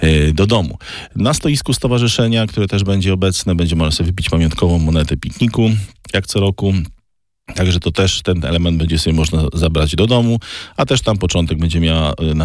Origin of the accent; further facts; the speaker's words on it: Sochaczew, Masovian Voivodeship, Poland; tutaj u nas w Sochaczewie